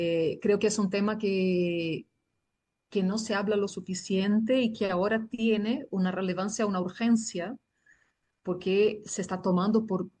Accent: Brazil; now in Argentina; soy brasileña de origen, tengo un lío de nacionalidades, como que fui acumulando nacionalidades en la trayectoria de vida. Mi familia es de origen italiano, entonces tengo nacionalidad italiana también y me nacionalicé argentina

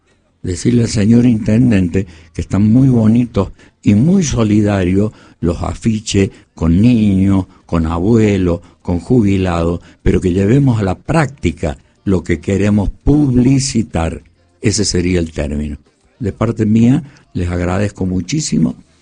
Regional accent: Villa Mercedes, San Luis, Argentina; born there; also born or lived in Mendoza; Hace 70 años que vivo acá y por eso quiero mucho a Villa Mercedes, a pesar de que yo soy mendocino. Pero hace 70 años que mis padres me trajeron a vivir a Villa Mercedes.

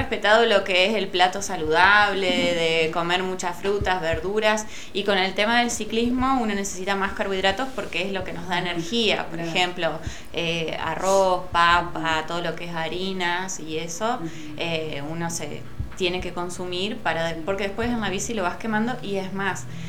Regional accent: Valle María, Entre Ríos, Argentina; la aldea donde soy, de Valle María

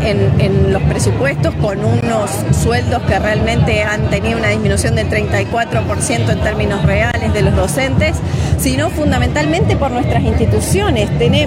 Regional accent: Argentina

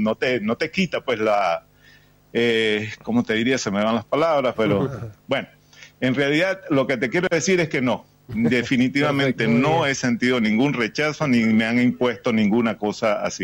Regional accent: Venezuela; Cuenten con toda nuestra colaboración como venezolano y que te diré, te vas a conseguir siempre un venezolano amable también

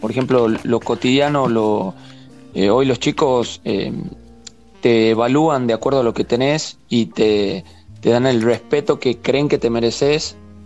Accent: San Miguel de Tucumán, Tucumán, Argentina; soy de acá, de San Miguel de Tucumán

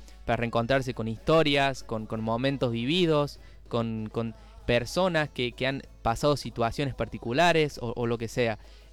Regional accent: Villa Ballester, Buenos Aires Province, Argentina; nuestra identidad como argentinos, también como ballesterenses

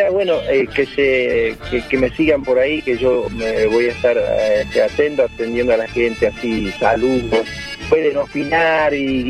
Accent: Argentina; born there; también son de allá de mi pago, ellos nacieron también en el paraje Mochimo, donde yo nací

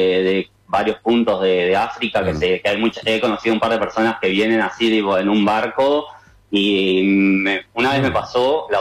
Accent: Buenos Aires, Argentina; moved away; also born or lived in Copenhagen, Denmark / Sweden; No, yo viajé en el 2019, me fui para Dinamarca, de acá de Buenos Aires, de allá de Buenos Aires.

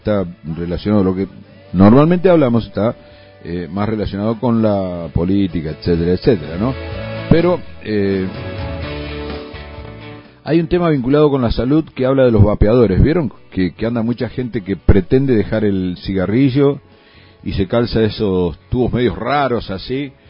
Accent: Argentina; Sí, soy argentino.

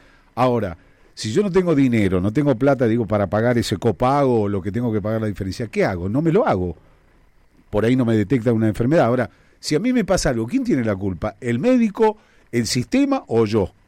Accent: Quilmes, Buenos Aires Province, Argentina; nosotros somos de aquí, de Quilmes.

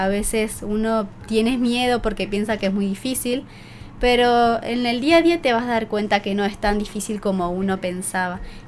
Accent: Diamante, Entre Ríos, Argentina; born there; now in Libertador San Martín, Argentina; nací acá en Argentina, está acá cerquita, a 15 minutos, Diamante, seguramente lo conocen, así que tengo mi familia cerquita.

